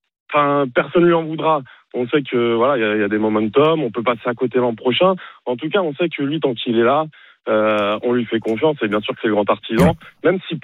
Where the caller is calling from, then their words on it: Paris, Île-de-France, France; je vous appelle entre Paris et Nantes, parce que je viens à Nantes, je suis parisien.